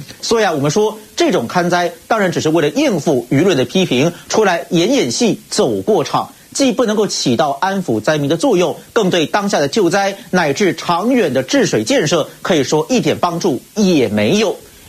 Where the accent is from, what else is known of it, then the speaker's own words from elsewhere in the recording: Tainan, Taiwan; 就在我的故乡啊，这个台南市的嘉里区